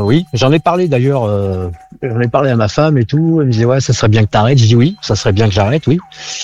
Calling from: Limoges, Nouvelle-Aquitaine, France; Je suis chez moi, à Limoges.

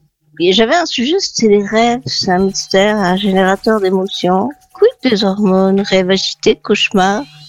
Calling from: Arcachon, Nouvelle-Aquitaine, France; j'ai 60, je suis à Arcachon

